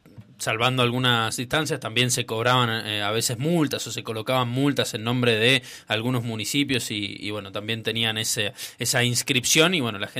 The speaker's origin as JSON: {"language": "Spanish", "region": "Mendoza", "country": "Argentina", "said": "Yo soy mendocino y hubiese hecho lo mismo, quizás."}